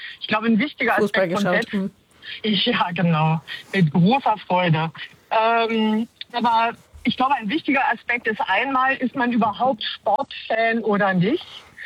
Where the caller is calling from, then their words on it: Hamburg, Germany; ich komme ja aus Hamburg